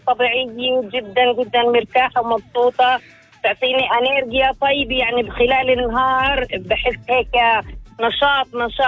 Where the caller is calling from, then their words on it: Daburiyya, Northern District, Israel; من דבורי.